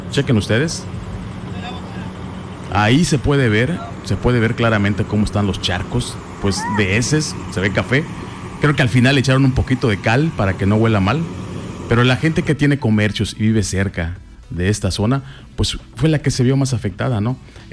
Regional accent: Quintana Roo, Mexico; los quintanarruenses, señores, nos unimos para eso y más

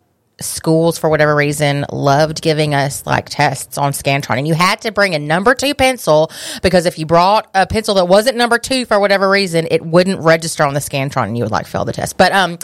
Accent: Panama City, Florida, United States; born there; Some what I assume to be good old Floridians, as am I, technically. I was born in Panama City, so I'm also a Panhandle Play girl, I guess.

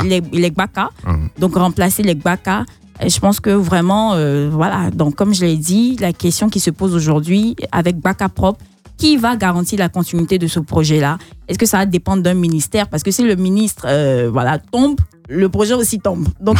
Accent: Côte d’Ivoire; On est ivoirien

